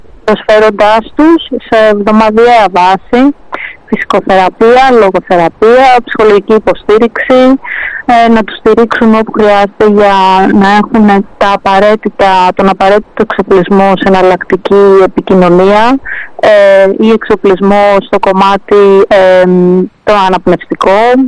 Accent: Piraeus, Attica, Greece; Εγώ είμαι και από τον Πειραιά.

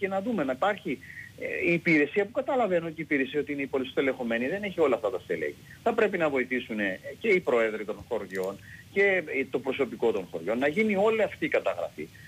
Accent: Kefalos, South Aegean, Greece

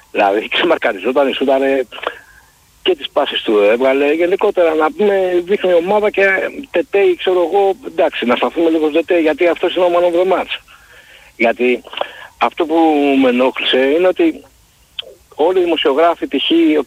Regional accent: Greece; εγώ σαν Έλληνας

